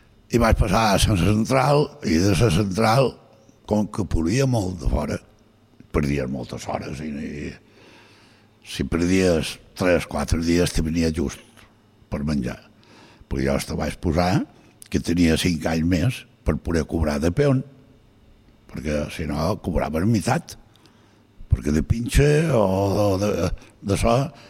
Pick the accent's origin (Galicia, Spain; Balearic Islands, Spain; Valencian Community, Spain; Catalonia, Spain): Galicia, Spain; Lalín; born there; Vas néixer a Lalín, província de Pontevedra, i a la parròquia de Don Ramiro, però sol t'havia dit que havia nascut allà.